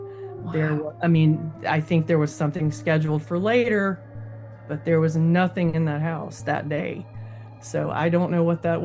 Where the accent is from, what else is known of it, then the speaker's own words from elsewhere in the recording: Meridian, Mississippi, United States; this historic museum in my hometown of Meridian.